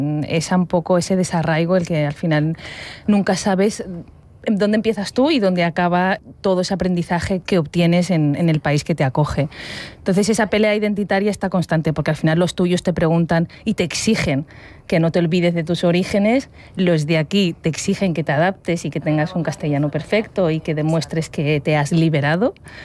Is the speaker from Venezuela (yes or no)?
no; Western Sahara; now in Spain